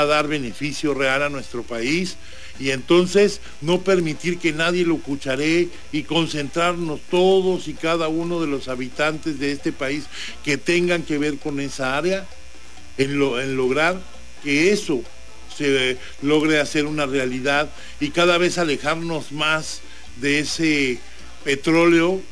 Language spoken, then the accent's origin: Spanish; Mexico; porque todos somos mexicanos, hermanos